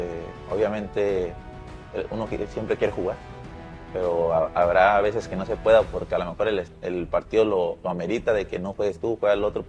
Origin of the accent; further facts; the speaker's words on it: Torreón, Coahuila, Mexico; Juego normalmente de lateral o de central y soy de Torreón, Coahuila.